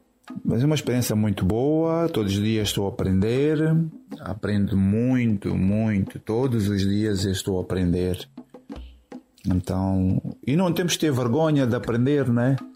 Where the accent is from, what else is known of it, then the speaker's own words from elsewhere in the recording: Mozambique; now in United Kingdom; E sendo moçambicano